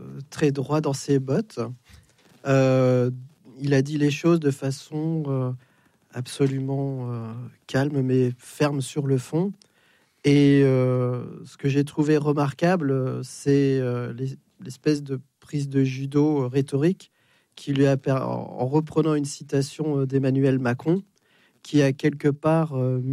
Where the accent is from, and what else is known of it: France